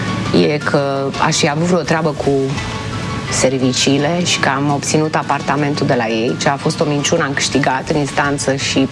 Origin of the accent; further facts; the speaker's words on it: Romania; Sunt o româncă, îmi iubesc țara asta și muncesc pentru ea.